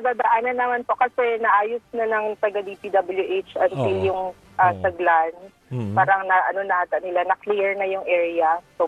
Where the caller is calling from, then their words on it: Alabel, Soccsksargen, Philippines; dito sa amin sa Alabel